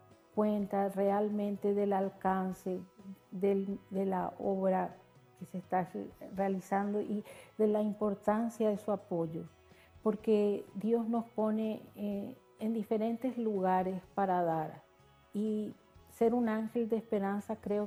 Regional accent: Asunción, Paraguay; soy de Asunción, Paraguay.

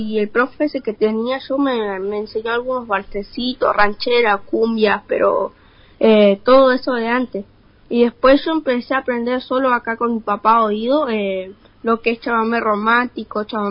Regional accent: Allen, Río Negro, Argentina; yo soy de Allen y el resto de los chicos son de Roca.

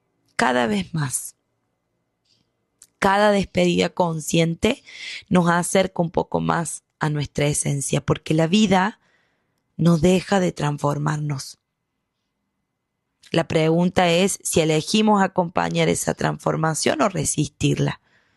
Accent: Argentina

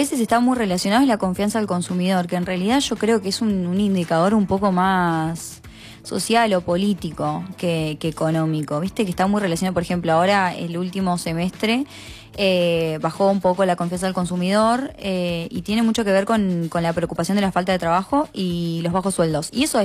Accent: Santa Rosa, Argentina; no porque sea de Santa Rosa.

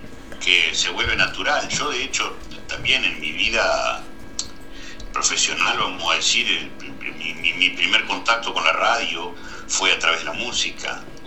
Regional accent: Concepción del Uruguay, Entre Ríos, Argentina; yo soy de Concepción del Uruguay

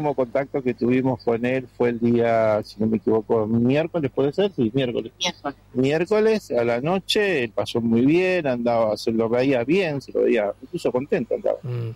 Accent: Neuquén, Argentina; nosotros somos de acá de Neuquén

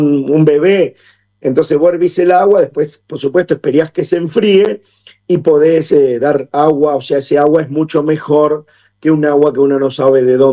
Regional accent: Argentina; cómo somos los argentinos

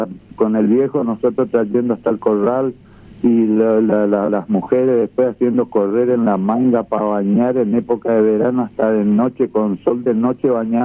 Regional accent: Estancia Grande, Chaco, Argentina; now in González Catán, Argentina; Yo me crié en Estancia Grande, en el Chaco, y nosotros éramos 5 hermanos varones y 3 mujeres.

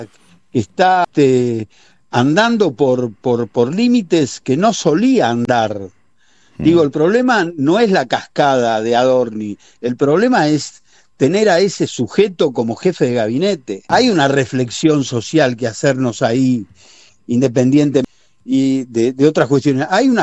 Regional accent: Argentina; nos avergüenza como argentinos

